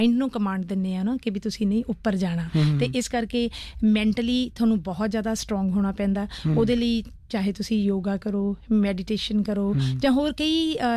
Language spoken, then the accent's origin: Punjabi; Punjab, India; ਮੈਂ ਉੱਥੇ ਉਹੀ ਬੋਲ ਰਹੀ ਸੀ ਕਿ ਮੈਂ ਪੰਜਾਬ ਤੋਂ ਆਈ ਹਾਂ ਮੈਂ ਪੰਜਾਬ ਮੈਂ ਪੰਜਾਬੀਅਤ ਦੀ ਤੇ ਮੈਂ ਔਰਤਾਂ ਦੀ ਗੱਲ ਕੀਤੀ